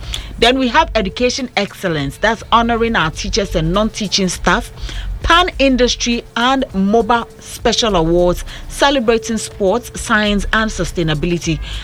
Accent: Koforidua, Eastern Region, Ghana; from Koforidua.

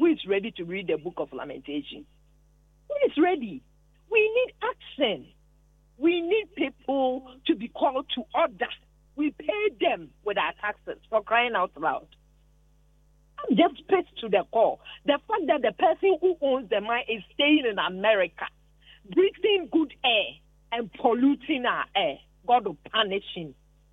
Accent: Ghana; You're talking about my hometown. I come from Kontan

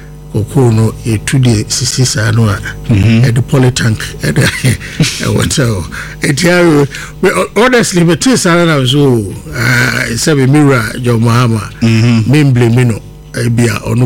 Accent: Ghana; I am a Ghanaian and a proud Ghanaian, for that matter.

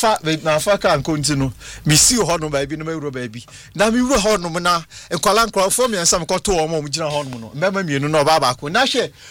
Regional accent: South Africa; as a South African, so me see what they people are not narrating the narrative tells us how they live and the way they do things.

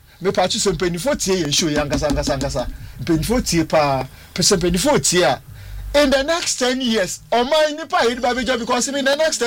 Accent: South Africa; as a South African

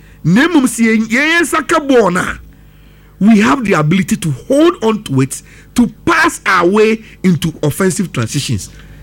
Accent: Ghana; Your instinct to say football say in your bone no no say the to your ability as Ghanaian will be up a boy

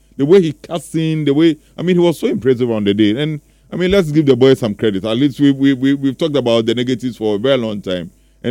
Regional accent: Ghana; I'm a Ghanaian. You get it? I'm a Ghanaian.

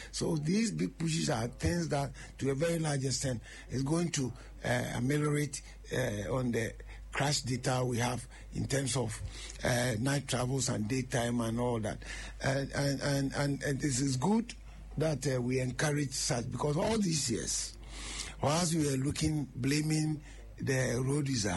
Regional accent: Ashanti, Ghana; When I'm going to my hometown in Sechekwamai, when I'm on the NCs and I get to Nkoko, I'll just fly, drive over to Mpraiso, get to Adosso, and there will be a 3.6 kilometer stretch of a bridge to link me up to Agogo.

